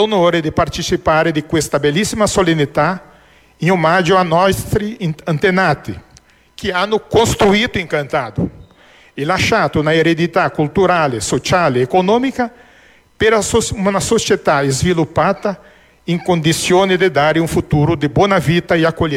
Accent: Encantado, Rio Grande do Sul, Brazil

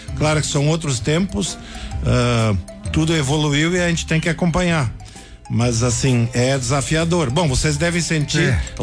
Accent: Cruzeiro do Sul, Rio Grande do Sul, Brazil; eu sou do interior de Cruzeiro do Sul, Picada São Gabriel. A atividade principal era filho de agricultores, né?

